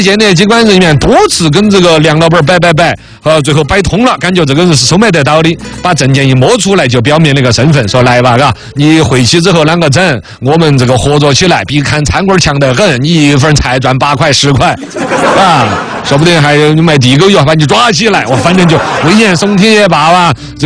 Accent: China

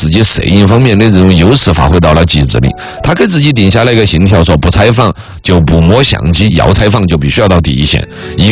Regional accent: China

